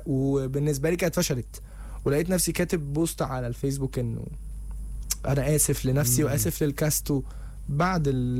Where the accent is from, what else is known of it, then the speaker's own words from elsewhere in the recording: Alexandria, Alexandria Governorate, Egypt; moved away as an adult; also born or lived in Cairo; انا اصلا من اسكندريه فانا عشت 8 سنين فلوحدي مغترب في القاهره